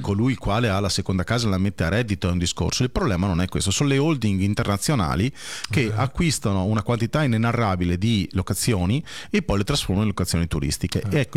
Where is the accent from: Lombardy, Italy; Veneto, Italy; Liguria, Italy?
Veneto, Italy; Cioè io da buon veneto devo per forza dire che i veneti non hanno obbligo